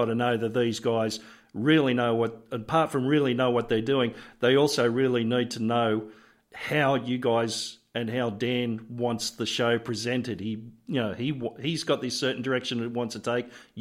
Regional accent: Australia; There just seems to be a wonderful little connection between Australians and Canadians. We don't take ourselves very seriously.

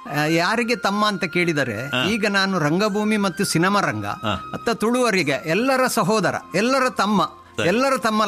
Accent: Mulki, Karnataka, India; born there; now in Mangaluru, India; ನಾನು ಮುಲ್ಕಿಯಲ್ಲಿ, ಆಮೇಲೆ ಇಲ್ಲಿಯ ಮಂಗಳೂರಲ್ಲಿ ಕದ್ರಿ ಮಿಲಗ್ರಿಸ್ ಗಣಪತಿ ಹೈಸ್ಕೂಲ್ನ ವಿದ್ಯಾರ್ಥಿ.

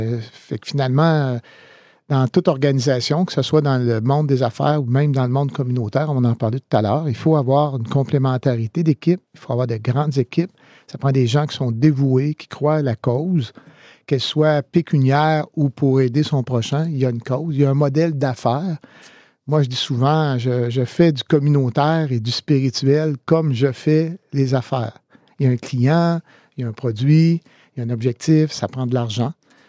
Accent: Quebec, Canada; Ben, je suis Beauceron, évidemment, oui.

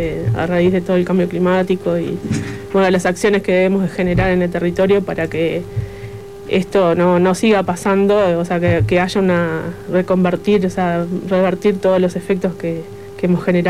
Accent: Maldonado, Uruguay; Soy de acá, de Maldonado.

